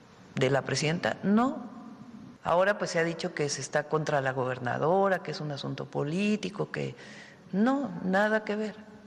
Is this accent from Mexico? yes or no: yes; Mexico; tenemos que ser muy serios como mexicanos